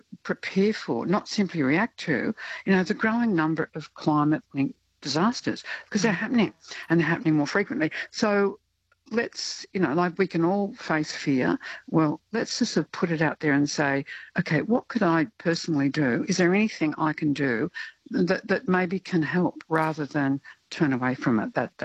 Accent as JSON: {"language": "English", "town": "Sydney", "region": "New South Wales", "country": "Australia", "tie": "born or raised there", "said": "I grew up in Sydney, and I grew up beside the Royal National Park"}